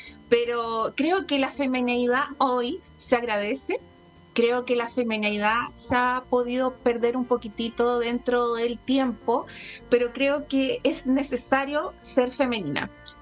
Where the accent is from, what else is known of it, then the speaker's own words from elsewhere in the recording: Chile; después como vedette chilena y al final me presentaban como la showwoman de Chile por muchos años.